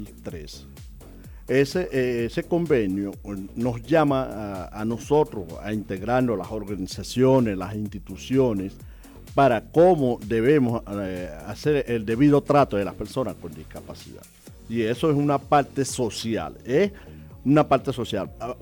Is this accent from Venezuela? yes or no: yes; Venezuela